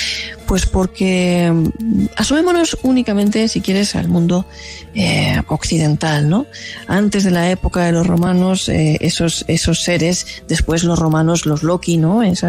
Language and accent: Spanish; Spain; moved away as an adult; now in Colombia; en mi país, España